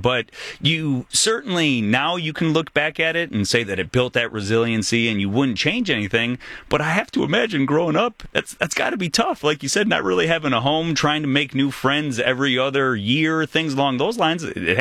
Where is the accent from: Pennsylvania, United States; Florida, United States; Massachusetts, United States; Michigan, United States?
Michigan, United States; Detroit; me coming from Metro Detroit, we don't hear those quite as much.